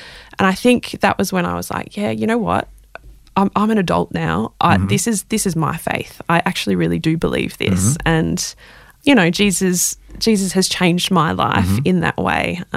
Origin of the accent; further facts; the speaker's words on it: Melbourne, Victoria, Australia; I was born and raised in Berwick, so southeastern suburbs of Melbourne.